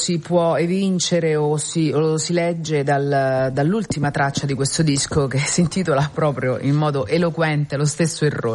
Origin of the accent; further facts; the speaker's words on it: Rome, Lazio, Italy; also born or lived in Tuscany; io sono partita dalla Toscana dopo 5 anni e sono tornata nella mia città, a Roma.